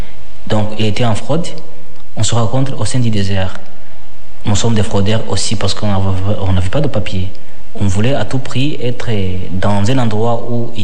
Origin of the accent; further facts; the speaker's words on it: Rwanda; moved away; je viens du Rwanda, que je n'ai pas de papier, que je suis un réfugié politique.